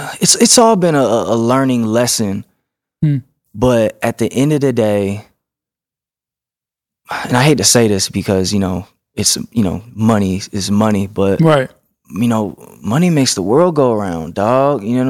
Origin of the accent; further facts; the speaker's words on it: Midwest, United States; I'm from the Midwest.